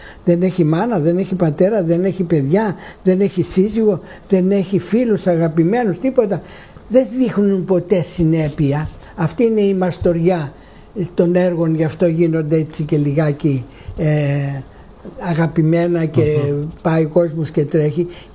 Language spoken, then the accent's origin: Greek; Greece; εμείς είμαστε Έλληνες